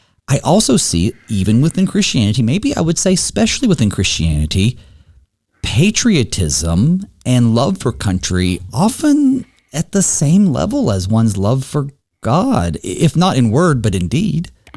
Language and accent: English; Winston-Salem, North Carolina, United States; I'm a Southern boy. You're in Gainesville. I'm from Winston-Salem, North Carolina.